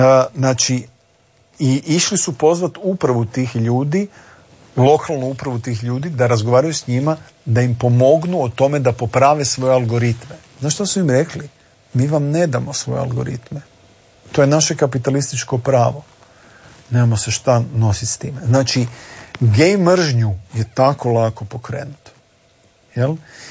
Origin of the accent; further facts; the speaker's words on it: Croatia; ja sam tu, ajmo reći, neki kvazi nacionalist, pa kažem, mi smo Hrvati u pubertetu